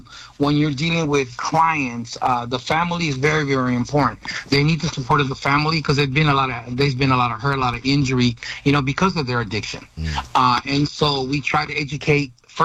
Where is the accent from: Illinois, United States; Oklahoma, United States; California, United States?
California, United States; San Francisco; I grew up in Potrero Hill in the Mission District.